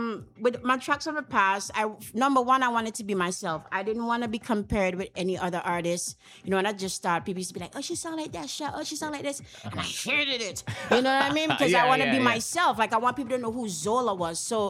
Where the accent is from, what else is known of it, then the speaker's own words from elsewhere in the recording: Camden Park, St. Vincent & Grenadines; moved away; I come from Camden Park originally.